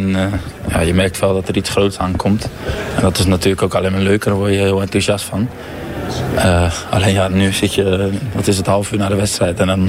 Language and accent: Dutch; Netherlands; als Nederlander ga je daar gewoon in om te winnen. Ik zelf ook.